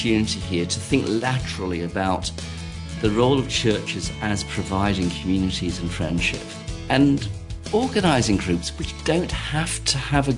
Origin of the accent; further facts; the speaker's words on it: England, United Kingdom; moved away as an adult; now in Australia; I'm English by origin, and I'm very bad at languages, so I haven't really picked up any other accent. But I came out to Australia when I was 27 in 1986, and I've never looked back.